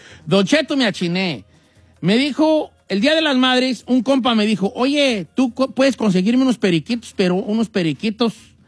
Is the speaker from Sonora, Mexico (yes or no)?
no; Guadalajara, Jalisco, Mexico; yo soy de Guadalajara